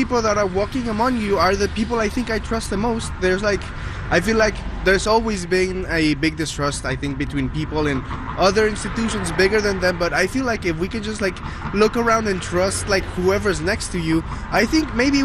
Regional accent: Mexico; moved away; I am from Mexico, actually. I moved here like a couple years ago

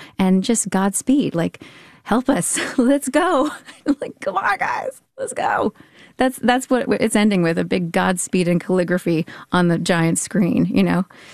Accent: United States; I feel every day that's what I am as an American. This is my home. This is where we all live.

